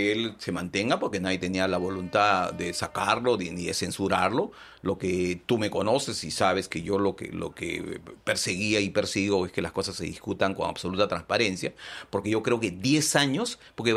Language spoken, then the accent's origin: Spanish; Madre de Dios, Peru; madre de Dios siempre, ¿no? Es mi tierra.